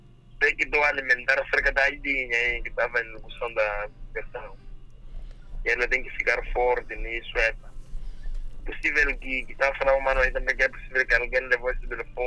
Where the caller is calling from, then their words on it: Nampula, Mozambique; já aconteceu comigo aqui na cidade. De Nampula? Sim.